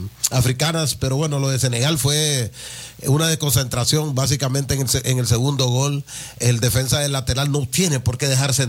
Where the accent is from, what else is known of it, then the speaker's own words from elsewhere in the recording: Brazil; No, yo soy de Brasil, aunque no anda muy bien, soy brasileño.